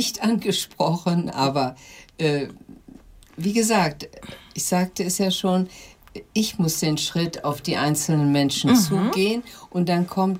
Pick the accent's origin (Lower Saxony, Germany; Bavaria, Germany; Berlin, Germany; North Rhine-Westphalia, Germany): Lower Saxony, Germany; Pogum; da ich ja, wie gesagt, schon meine Kindheit in Pogum verbracht habe und Pogum ist halt für mich ein Herzensort